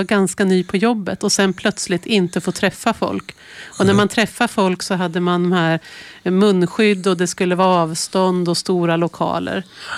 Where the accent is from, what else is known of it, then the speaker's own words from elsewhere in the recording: Frövi, Örebro County, Sweden; Jag är ju uppvuxen i en annan kommun, jag är uppvuxen i Lindesbergs kommun, i Frövi.